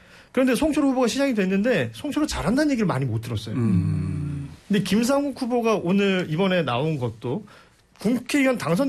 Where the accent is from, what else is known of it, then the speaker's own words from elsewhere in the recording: Ulsan, South Korea; 제가 영남권에, 저도 울산 출신이라서요.